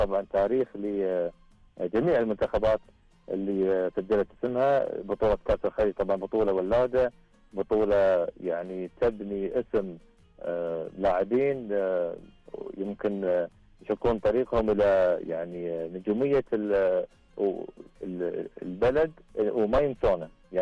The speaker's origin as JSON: {"language": "Arabic", "country": "Kuwait", "said": "بالنسبة لنا ككويتيين"}